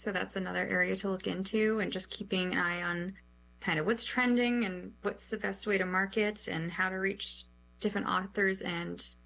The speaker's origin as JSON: {"language": "English", "town": "Boston", "region": "Massachusetts", "country": "United States", "said": "Wicked is because I'm from Boston."}